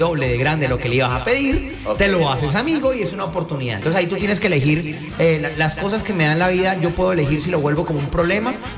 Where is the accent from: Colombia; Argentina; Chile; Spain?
Colombia; Bucaramanga, Santander; yo soy de Bucaramanga